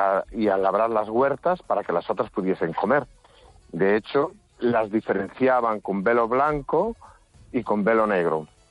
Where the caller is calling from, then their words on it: Guísamo, Galicia, Spain; En mi casa, recién llegado a casa. En Guisamo.